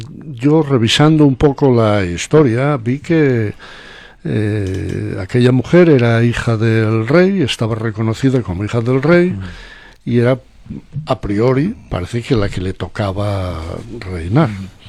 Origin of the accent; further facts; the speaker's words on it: Oviedo, Asturias, Spain; born there; also born or lived in León; Yo nací en Oviedo, mis padres son asturianos y tengo una relación espiritual muy profunda con León. Allí estudié, allí pasé mis veranos en un pueblín al lado, San Andrés del Rabanedo.